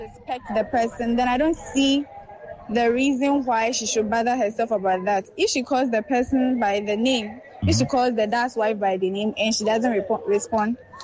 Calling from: Achimota, Greater Accra, Ghana; I'm calling from Achimota.

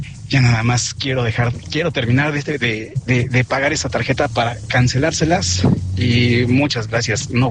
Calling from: State of Mexico, Mexico; de Tierras de Mordor, en el Estado de México.

